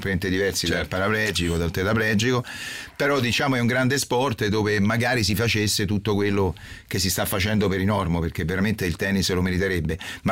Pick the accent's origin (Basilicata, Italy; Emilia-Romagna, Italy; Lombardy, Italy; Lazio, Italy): Lazio, Italy; Rome; sono romano